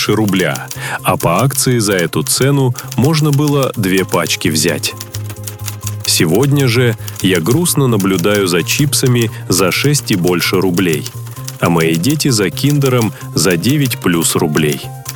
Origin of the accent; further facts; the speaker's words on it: Belarus; А как быть с тем, что мы, белорусы, пусть недолго, но жили неплохо, а потом как-то незаметно скатились к тому